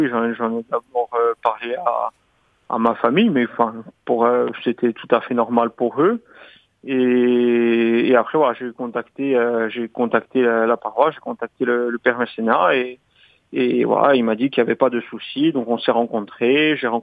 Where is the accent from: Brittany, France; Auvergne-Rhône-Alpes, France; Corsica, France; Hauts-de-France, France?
Corsica, France; Olmeto; J'ai grandi à Olmet, je suis à Bonifacio depuis quelques années, mais je suis originaire d'Olmet, dans le Valling.